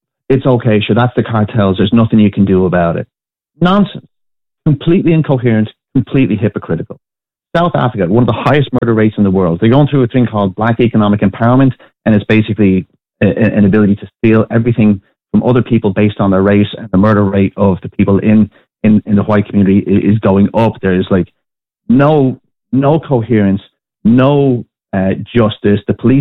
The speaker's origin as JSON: {"language": "English", "country": "Ireland", "said": "we're Irish people"}